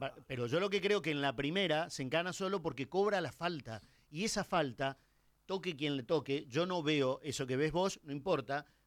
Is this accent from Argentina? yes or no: yes; Argentina; somos argentinos.